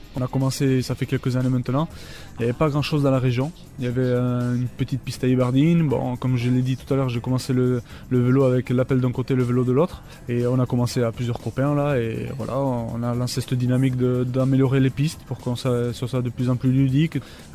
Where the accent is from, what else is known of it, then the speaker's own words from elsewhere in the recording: Saint-Jean-de-Luz, Nouvelle-Aquitaine, France; je suis de Saint-Jean-de-Luz